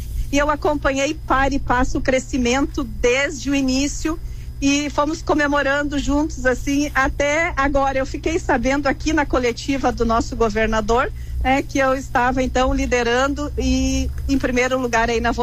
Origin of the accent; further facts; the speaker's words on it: Soledade, Rio Grande do Sul, Brazil; Eu que sou do interior, eu sou lá de Soledade, nasci lá com muito orgulho, sou filha de agricultores